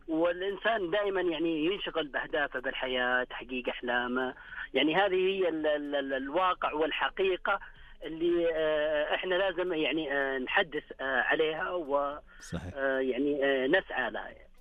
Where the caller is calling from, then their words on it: Riyadh, Riyadh Province, Saudi Arabia; من الرياض.